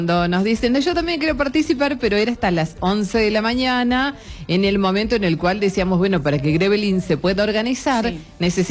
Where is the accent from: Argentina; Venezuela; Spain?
Argentina; Todo también. Junto. Somos argentinos. ¡Qué lindo!